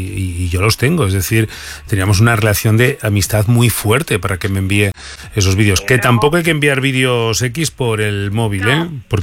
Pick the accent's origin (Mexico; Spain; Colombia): Spain; este fin de semana voy a ir a ver a mis padres al pueblo y mi pueblo está muy cerquita de Cantabria, muy cerca del Escudo.